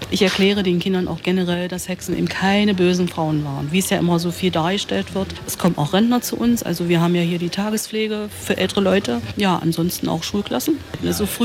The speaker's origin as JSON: {"language": "German", "town": "Thale", "region": "Saxony-Anhalt", "country": "Germany", "tie": "born or raised there", "said": "Ich bin gebürtige Thalenserin"}